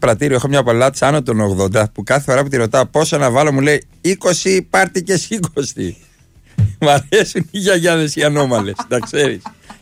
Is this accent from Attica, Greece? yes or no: no; Arta, Epirus, Greece; Εγώ δεν είμαι από το Λακαρνανί. Είμαι από την Άρτα.